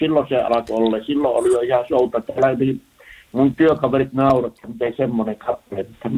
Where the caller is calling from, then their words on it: Turku, Southwest Finland, Finland; Mä oon Turunhettamista